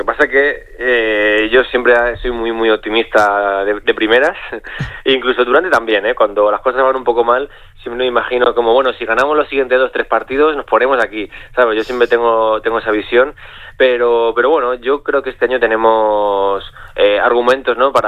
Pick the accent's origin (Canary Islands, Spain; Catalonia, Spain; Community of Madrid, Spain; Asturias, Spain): Community of Madrid, Spain; Madrid; yo que vengo de Madrid, a mí a la distancia de 10 minutos a Bueu, no me supone mucho